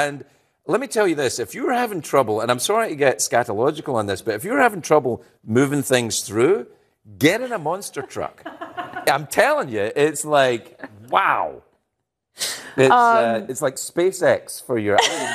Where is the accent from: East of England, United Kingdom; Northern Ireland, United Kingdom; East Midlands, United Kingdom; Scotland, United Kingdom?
Scotland, United Kingdom; If I say I'm from Scotland, like, oh, Shrek, farty donkey, oh, poo, farty, whatever.